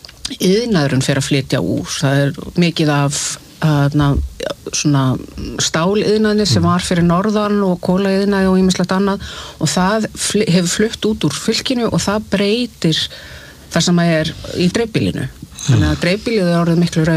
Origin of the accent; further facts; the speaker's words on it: Massachusetts, United States; Icelandic is a second language; moved away; also born or lived in Washington D.C. / Minnesota; Þannig að ég ólst upp í Massachusetts, móður mín var frá Massachusetts og svo lærði ég fyrst í Georgetown í Washington D.C. og svo flutti ég til Minnesota nokkrum árum setna og bjóð þar í 20 ár.